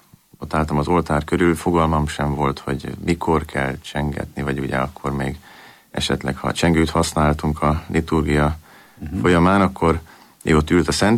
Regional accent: Máriapócs, Szabolcs-Szatmár-Bereg, Hungary; én Mária Pócson nőttem föl.

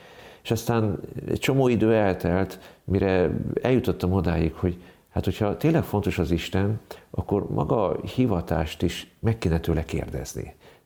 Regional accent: Budapest, Hungary; Én Budapesten, Zuglóba születtem. Egy 9 gyermekes család legkisebb tagja vagyok. Méghozzá van egy ikertestvérem is. És együtt nőttünk föl. Igazából a Bosnyák tér volt a bázis.

